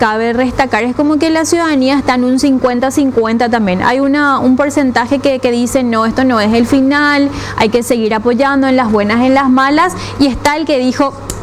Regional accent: Paraguay; nosotros como paraguayos somos muy creativos para esas cosas.

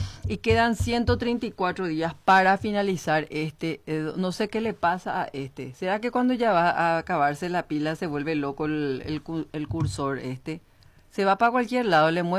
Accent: Paraguay; Si soy de Paraguay, yo soy de Paraguay.

